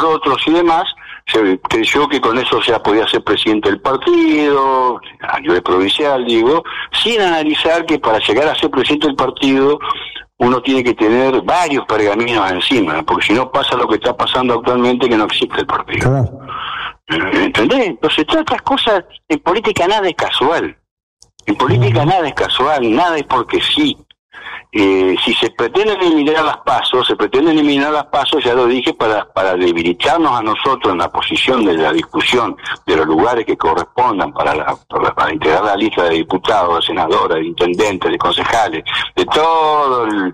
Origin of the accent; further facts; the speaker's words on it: Entre Ríos, Argentina; Eso somos los entrerrianos y eso somos los radicales en Entre Ríos.